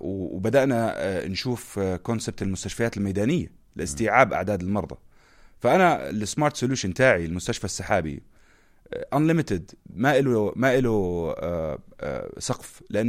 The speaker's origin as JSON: {"language": "Arabic", "region": "Irbid Governorate", "country": "Jordan", "said": "وكنت طالب للطب في جامعة العلوم والتكنولوجيا، محافظتي إربد الأم حبيبة"}